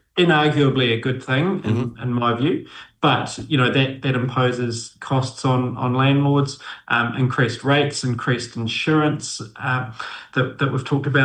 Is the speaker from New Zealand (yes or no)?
yes; New Zealand; it's property investment is sort of as Kiwi as an All Black eating a pavlova wearing jandals. You know, it's just what we do here, right?